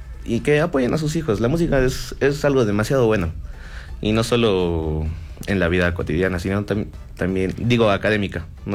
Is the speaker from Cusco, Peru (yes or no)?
no; Lima, Peru; born there; Primero empecé a los 5 años tocando clarinete en la banda del colegio Augusto Salazar Bondi. Allá, en Miraflores.